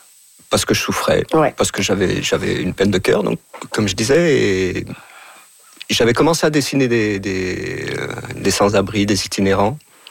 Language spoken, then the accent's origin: French; France; Je suis arrivé hier de France.